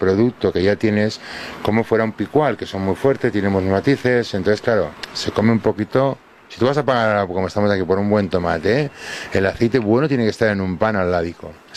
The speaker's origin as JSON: {"language": "Spanish", "region": "Navarre", "country": "Spain", "said": "como soy de Navarra y somos bastante tradicionales"}